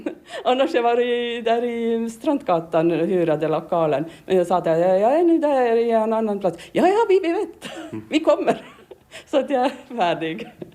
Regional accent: Tallinn, Harju County, Estonia; Swedish is a second language

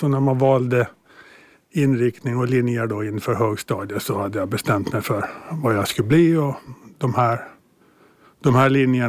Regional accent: Hammarland, Åland Islands; also born or lived in Mariehamn; Jag är född i Hammarland och bor i Hammarland. Och har bott där egentligen hela mitt liv förutom några år när jag studerade

